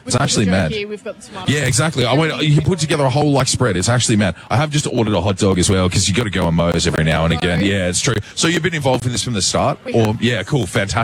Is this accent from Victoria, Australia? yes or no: no; Penguin, Tasmania, Australia; I'm from a little town, I'm from Penguin